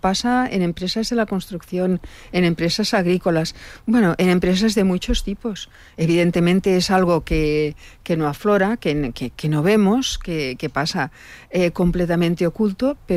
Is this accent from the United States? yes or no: no; Barcelona, Catalonia, Spain; now in Cornellà, Spain; yo vengo de Nou Barris.